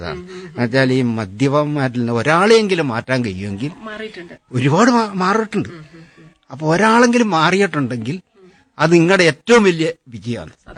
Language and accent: Malayalam; Mavelikkara, Kerala, India; moved away as an adult; now in Kannur, India; ഞാന് ആലപ്പുഴ ജില്ലയിലെ മാവേലിക്കര എന്ന് പറയാ എന്റെ.